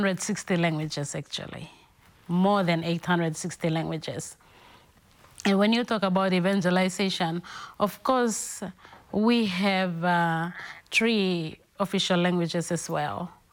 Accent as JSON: {"language": "English", "region": "Milne Bay Province", "country": "Papua New Guinea", "second_language": "English", "said": "I come from Milne province, which is near the capital of Papua New Guinea, which is Port Moresby. I speak a totally different language."}